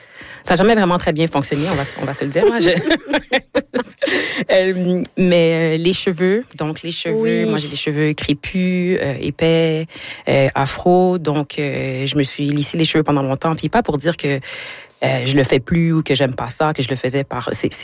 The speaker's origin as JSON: {"language": "French", "region": "Quebec", "country": "Canada", "moved": "yes", "said": "Je suis partie du Québec, ça fait"}